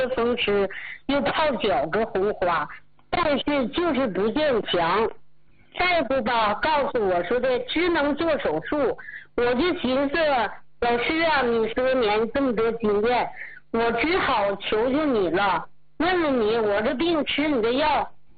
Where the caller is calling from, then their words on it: Changchun, Jilin, China; 我是长春的，今年74岁，一个老太太。